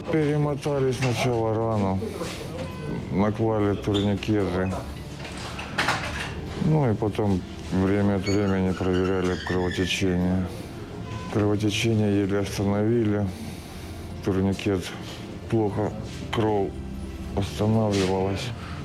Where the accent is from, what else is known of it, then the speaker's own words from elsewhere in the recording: Chasiv Yar, Donetsk Oblast, Ukraine; moved away as an adult; Родом з Часов'яра